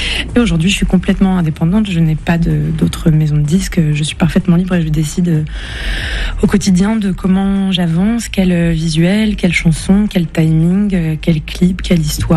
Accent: France; je me sentais française d'origine algérienne. Et aujourd'hui, je me sens vraiment algérienne de France.

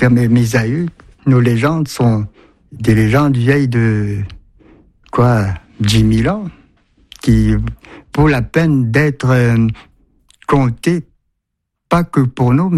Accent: Pessamit, Quebec, Canada; Je suis natif de Pessamit.

